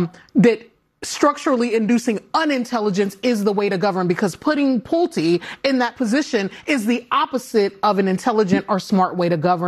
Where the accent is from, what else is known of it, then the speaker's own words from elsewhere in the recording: Louisiana, United States; I mean, I am from Louisiana. This is the place that this case has sort of, you know, been staged